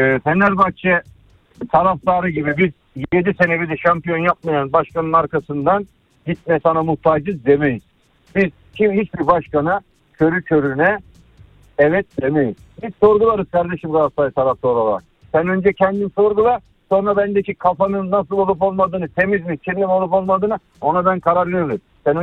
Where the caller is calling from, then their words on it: Istanbul, Turkey; Ben Sefaköy'den arıyorum.